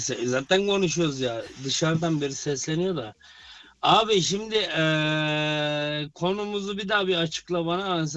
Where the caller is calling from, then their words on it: Berlin, Germany; Berlin'den.